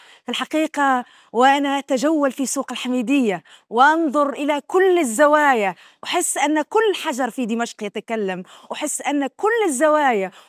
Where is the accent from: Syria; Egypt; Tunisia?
Tunisia; وأنا قادمة أحمل من تونس رسالة محبة ورسالة أخوة ورسالة صداقة ممتدة بدأها التاريخ وواصلها نزار